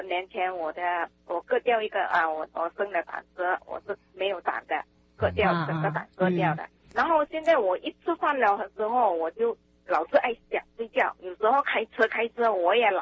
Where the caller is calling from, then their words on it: Vancouver, British Columbia, Canada; Chinese is a second language; 我的国语讲的不是这么好。